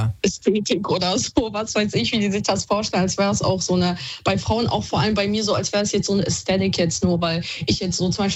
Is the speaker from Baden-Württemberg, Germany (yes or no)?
no; Düsseldorf, North Rhine-Westphalia, Germany; Ja, Düsseldorf.